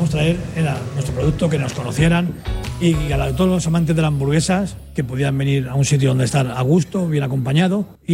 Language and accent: Spanish; Torrejón de Ardoz, Community of Madrid, Spain; Sí, siempre. Claro, yo de pequeño siempre. A ver, luego me fui de aquí de Torrejón, ahora gracias a Dios he vuelto, pero deseando ir otra vez.